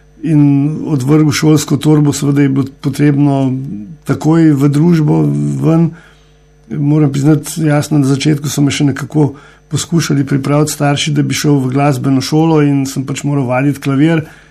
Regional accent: Novo Mesto, Southeast Slovenia, Slovenia; Odraščal sem v Novem mestu, torej sem, lahko rečem, mestni otrok.

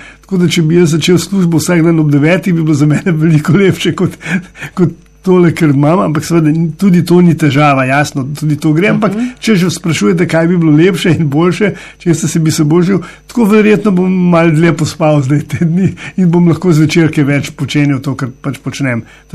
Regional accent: Lower Carniola, Slovenia; smo Slovenci ali pa Dolenci

